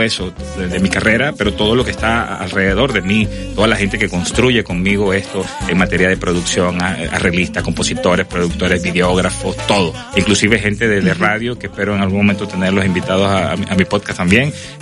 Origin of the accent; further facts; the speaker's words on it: Venezuela; soy venezolano, de allá de Margarita